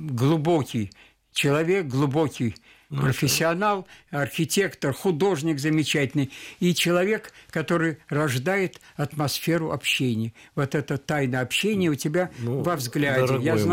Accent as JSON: {"language": "Russian", "region": "Moscow", "country": "Russia", "tie": "born there", "said": "Я родился в Москве."}